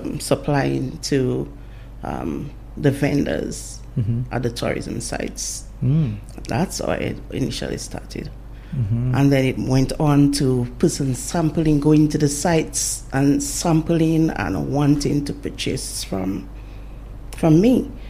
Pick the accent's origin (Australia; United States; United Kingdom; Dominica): Dominica; Bellevue Chopin; I am from Belleville Chopin. Originally? Originally, born and raised.